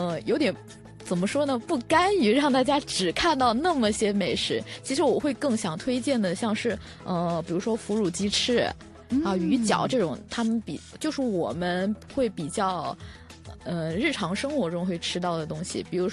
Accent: Chaozhou, Guangdong, China; moved away as an adult; now in Guangzhou, China; 然后现在是就读于广东财经大学的戏剧影视专业，然后非常非常荣幸可以介绍我的家乡潮州。

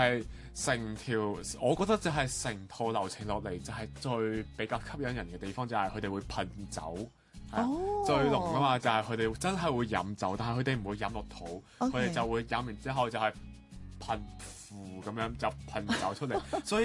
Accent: Macau

